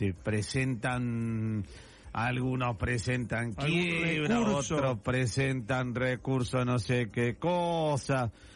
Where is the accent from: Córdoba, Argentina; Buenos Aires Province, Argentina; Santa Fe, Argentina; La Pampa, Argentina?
Córdoba, Argentina; Alta Gracia; Yo soy de Altagracia. Acá en lugar de Musimundo está New City.